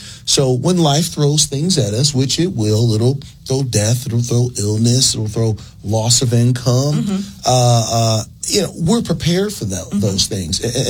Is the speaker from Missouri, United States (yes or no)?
yes; St. Louis, Missouri, United States; I'm from St. Louis, lived in St. Louis my entire life.